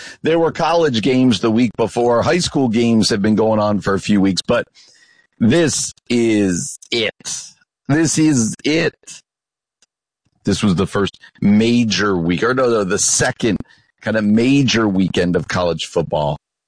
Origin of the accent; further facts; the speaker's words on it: East Coast, United States; I grew up on the East Coast where there wasn't a ton of, local college football.